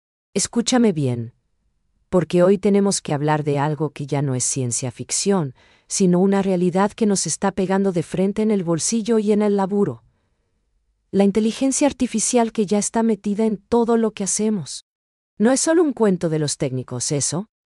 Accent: Paraguay; esa conexión especial que nos define como paraguayos

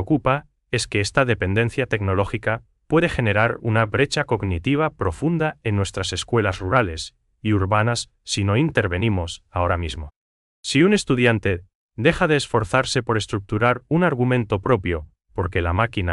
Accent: Paraguay; esa chispa paraguaya que nos hace únicos en la región.

